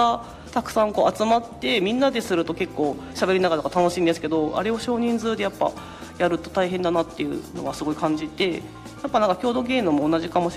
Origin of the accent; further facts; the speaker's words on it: Osaka, Japan; now in Tokyo, Japan; 私大阪出身で東京在住で